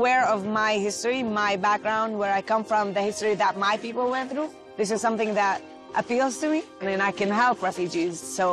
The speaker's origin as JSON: {"language": "English", "town": "Nazareth", "region": "Northern District", "country": "Israel", "first_language": "Arabic", "second_language": "English", "said": "I'm from Nazareth, and I'm the team lead of ISRAID in Greece."}